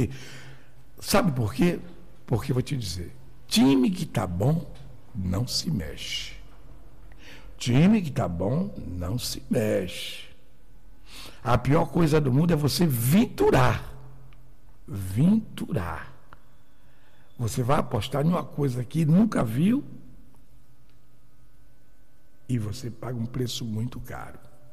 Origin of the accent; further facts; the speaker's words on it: Brazil; nós somos brasileiros